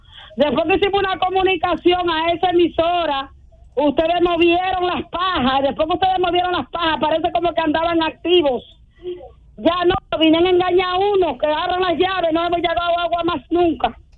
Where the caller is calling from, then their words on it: Santo Domingo, Distrito Nacional, Dominican Republic; Estoy llamando desde Villa Aragua.